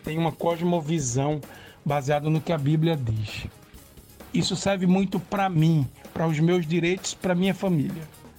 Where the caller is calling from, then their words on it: Jaboatão dos Guararapes, Pernambuco, Brazil; Eu sou do Candeias e eu quero começar dizendo que eu sou evangélico desde criança.